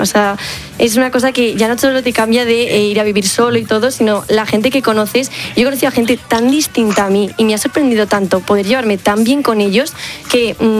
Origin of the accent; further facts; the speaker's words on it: Spain; pero claro, no es como los españoles que hablamos con todo el mundo y tal.